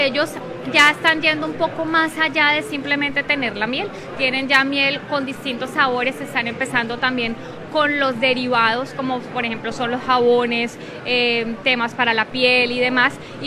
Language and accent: Spanish; Cali, Valle del Cauca, Colombia; moved away as an adult; now in Montelíbano, Colombia; yo de Montelíbano no soy. Yo no soy oriunda de Montelíbano, yo soy oriunda de Cali y en el tema gastronómico tengo todavía el corazoncito caleño.